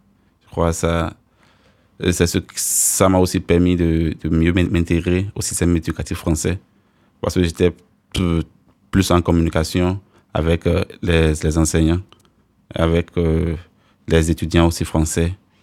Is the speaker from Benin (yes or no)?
yes; Benin; moved away as an adult; now in Grenoble, France; Contrairement à chez moi au Bénin.